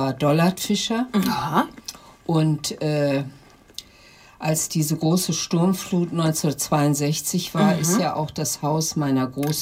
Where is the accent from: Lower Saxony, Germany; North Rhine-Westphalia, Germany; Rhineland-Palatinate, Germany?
Lower Saxony, Germany; Pogum; da ich ja, wie gesagt, schon meine Kindheit in Pogum verbracht habe und Pogum ist halt für mich ein Herzensort